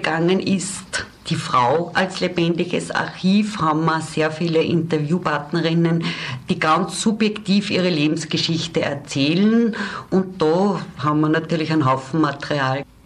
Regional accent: Aschach an der Donau, Upper Austria, Austria; ich bin in Aschach an der Donau groß geworden

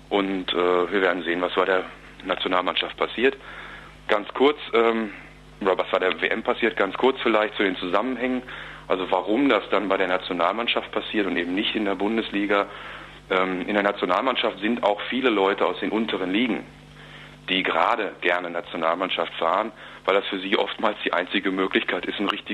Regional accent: Duisburg, North Rhine-Westphalia, Germany; moved away; Also ich komme aus Duisburg ursprünglich.

